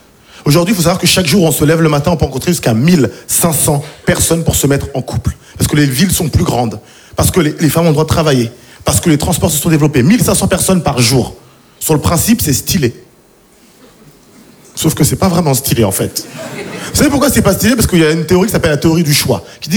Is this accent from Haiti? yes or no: yes; Haiti; now in France; Vous savez, je suis haïtien d'origine et je me rends compte que l'argent, c'est très subjectif. En Haïti, les gens n'ont pas beaucoup d'argent.